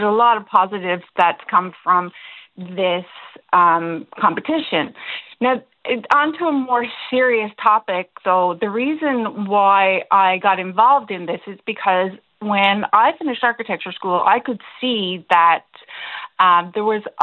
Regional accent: Bonavista, Newfoundland and Labrador, Canada; born or raised there

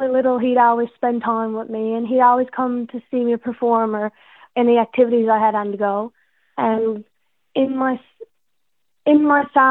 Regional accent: Paradise, Newfoundland and Labrador, Canada; now in Dunville, Canada; We're originally from Paradise.

